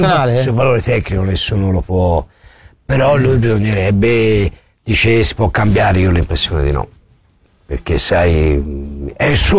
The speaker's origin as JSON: {"language": "Italian", "town": "Florence", "region": "Tuscany", "country": "Italy"}